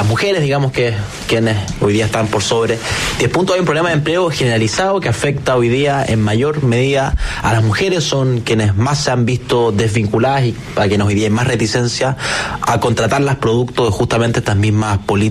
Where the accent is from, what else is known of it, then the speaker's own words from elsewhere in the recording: Araucanía, Chile; Yo que soy de la Araucanía, ese es el impuesto más grande en la región de la Araucanía.